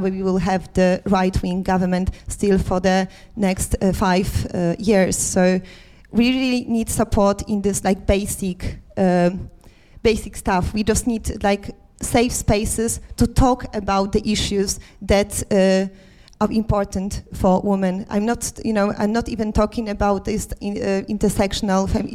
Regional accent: Poznań, Greater Poland, Poland; English is a second language; I'm from Poznań, and I'm a deputy director of the Municipal Gallery.

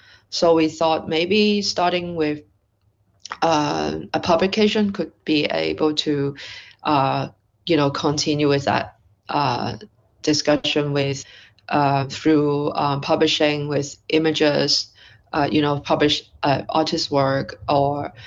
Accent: Hong Kong; now in London, United Kingdom; I'm from Hong Kong. I am currently in London. But for 1 year. But I usually based in Hong Kong.

